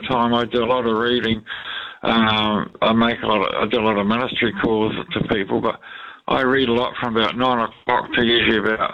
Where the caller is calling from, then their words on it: Lower Hutt, Wellington, New Zealand; Lower Hutt.